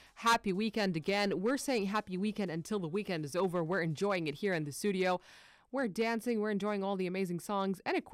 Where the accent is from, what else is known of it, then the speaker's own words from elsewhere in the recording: Jeddah, Makkah Province, Saudi Arabia; I'm from Jeddah. Yes, you can hear that from my voice